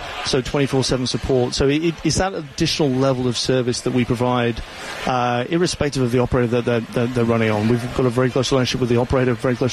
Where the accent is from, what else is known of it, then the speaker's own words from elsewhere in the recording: England, United Kingdom; I'm English, so I've been following along too.